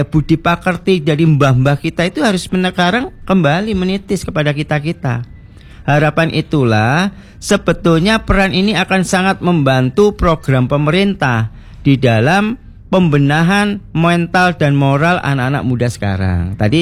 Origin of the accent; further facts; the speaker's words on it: Java, Indonesia; Kan lucu kalau kita orang Jawa lalu dibatasi dengan apa?